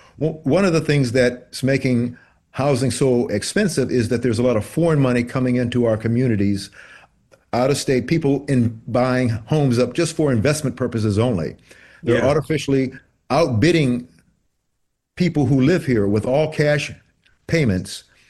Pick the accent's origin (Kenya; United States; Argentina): United States; Detroit, Michigan; now in California, United States; growing up in Detroit